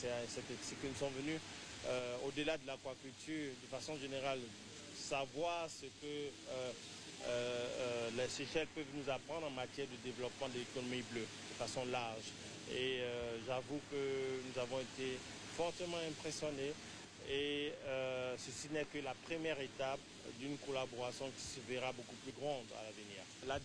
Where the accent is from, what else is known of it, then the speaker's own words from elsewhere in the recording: Côte d’Ivoire; c'est comme ça que nous les appelons chez nous en Côte d'Ivoire